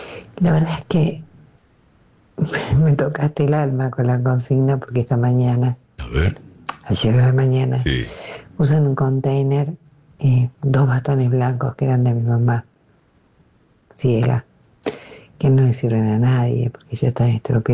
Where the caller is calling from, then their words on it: Adrogué, Buenos Aires Province, Argentina; de Adrogué.